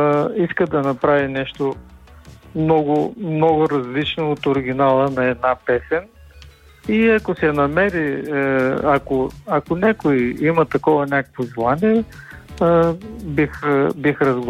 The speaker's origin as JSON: {"language": "Bulgarian", "town": "Yambol", "region": "Yambol Province", "country": "Bulgaria", "tie": "born or raised there", "said": "а моя роден град си е Ямбол."}